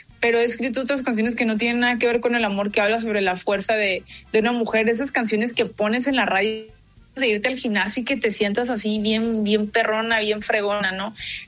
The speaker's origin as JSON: {"language": "Spanish", "country": "Mexico", "said": "ya sabe que cómo somos los mexicanos, que hasta de las tragedias hacemos fiesta"}